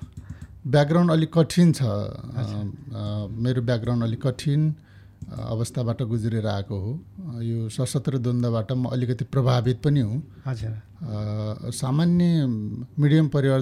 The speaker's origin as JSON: {"language": "Nepali", "town": "Jajarkot", "region": "Karnali Province", "country": "Nepal", "tie": "born there", "said": "म खास गरी जाजरकोट मेरो जन्मस्थान हो।"}